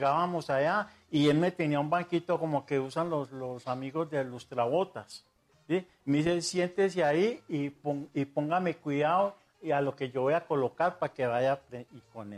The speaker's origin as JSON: {"language": "Spanish", "town": "Cali", "region": "Valle del Cauca", "country": "Colombia", "moved": "yes", "said": "yo soy de Cali."}